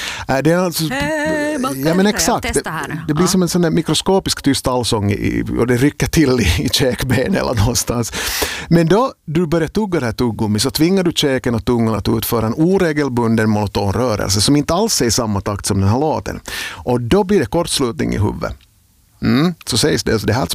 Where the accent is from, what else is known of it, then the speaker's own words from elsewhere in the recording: Finland; det här är inte bara något som vi finländare lider av förstås